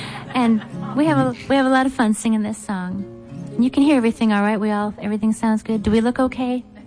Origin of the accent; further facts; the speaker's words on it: Minnesota, United States; now in Nashville, United States; Nashville for the last 18 years, but I'm a Minnesotan through and through. I go back there and my accent starts coming back, you know.